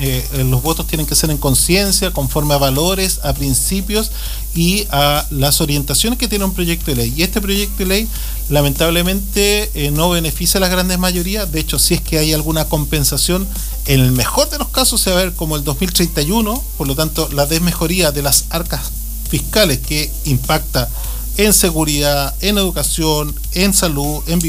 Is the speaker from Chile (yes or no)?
yes; Chile